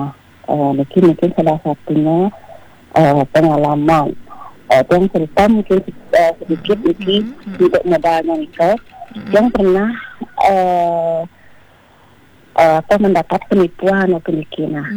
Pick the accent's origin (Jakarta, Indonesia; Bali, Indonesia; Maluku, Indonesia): Bali, Indonesia; Gianyar; Nah, kebetulan kita dari Gianyar.